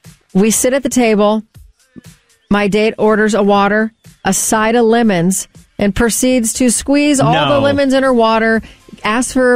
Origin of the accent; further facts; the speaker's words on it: the South, United States; I'm from the South